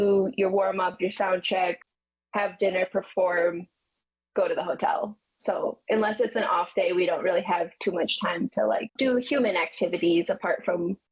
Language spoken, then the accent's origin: English; Michigan, United States; we're from Michigan